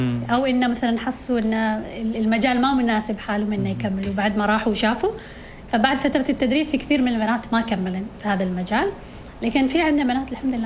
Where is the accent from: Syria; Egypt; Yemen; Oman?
Oman; نحن من سلطنة عمان